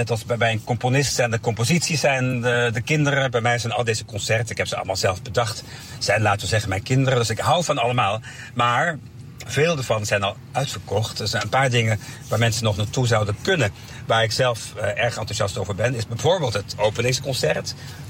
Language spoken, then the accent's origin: Dutch; Weerselo, Overijssel, Netherlands; precies waar ik ben opgegroeid en ook de plek waar het festival begonnen is.